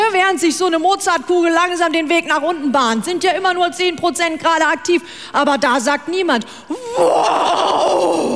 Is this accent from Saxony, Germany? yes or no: no; North Rhine-Westphalia, Germany; Ich komme aus Westfalen. Als wir klein waren